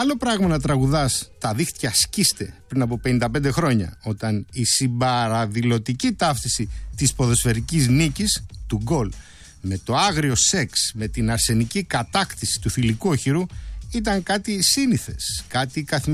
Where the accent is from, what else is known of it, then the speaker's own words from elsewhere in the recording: Nea Filadelfeia, Attica, Greece; μεγάλωσα στη Νέα Φιλαδέλφεια